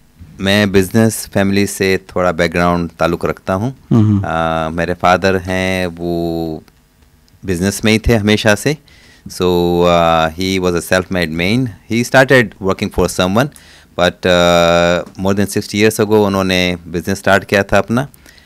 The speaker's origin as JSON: {"language": "Hindi", "region": "Gujarat", "country": "India", "tie": "born or raised there", "moved": "yes", "lives_now": "Sydney, Australia", "said": "They are from Punjab, लेकिन मेरे को पंजाब रहने का कभी मौका नहीं मिला, हमेशा गुजरात में रहें because they move to Gujarat before I was born, they came to Gujarat over 65 years ago."}